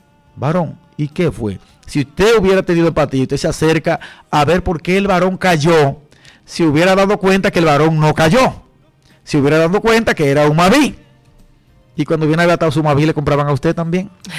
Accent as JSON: {"language": "Spanish", "town": "El Limonar", "country": "Dominican Republic", "said": "allá en el Limonar, en mi tierra."}